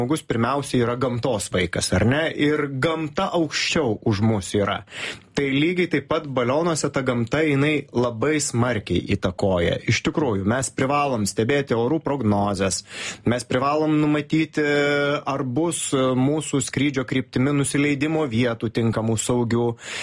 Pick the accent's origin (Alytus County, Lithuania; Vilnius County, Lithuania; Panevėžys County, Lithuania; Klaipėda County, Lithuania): Alytus County, Lithuania; Pivašiūnai; moved away as an adult; aš gimiau, užaugau Pivašiūnuose, 25 km nuo Alytaus